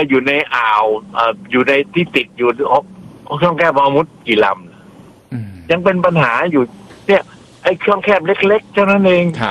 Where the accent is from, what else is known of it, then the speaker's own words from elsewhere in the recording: Southern Thailand, Thailand; ผมยืนยันว่าผมเป็นคนใต้